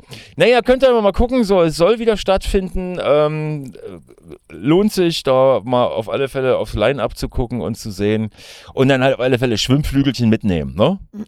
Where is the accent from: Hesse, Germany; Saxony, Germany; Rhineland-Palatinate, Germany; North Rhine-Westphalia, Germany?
North Rhine-Westphalia, Germany; Aber ich komme halt aus dem Ruhrpott, so.